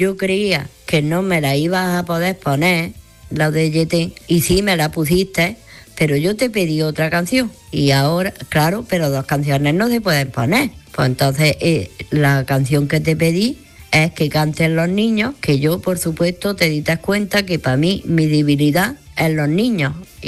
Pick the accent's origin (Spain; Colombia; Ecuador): Spain; Granada, Andalusia